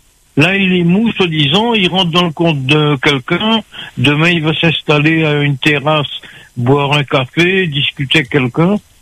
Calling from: Perpignan, Occitanie, France; De Perpignan.

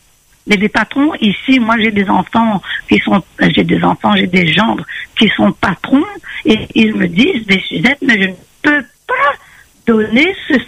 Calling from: France

